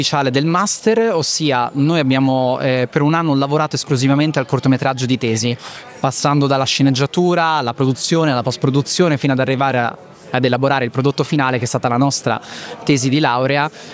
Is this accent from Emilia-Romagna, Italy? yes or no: yes; Riccione, Emilia-Romagna, Italy; moved away as an adult; also born or lived in Foggia, Apulia; now in Rome, Italy; Io sono nato e cresciuto in Italia, ho delle origini un po' strane perché sono nato in Puglia, ma i miei si sono trasferiti a Riccione quando non avevo neanche 2 anni e mamma è di Londra, quindi sto un po' ovunque. Sono credo l'unica persona al mondo ad avere un passaporto britannico con scritto born in Foggia